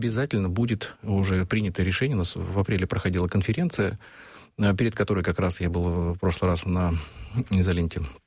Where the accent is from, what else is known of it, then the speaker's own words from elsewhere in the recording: Siberia, Russia; now in Moscow, Russia; Я родился и вырос в Сибири.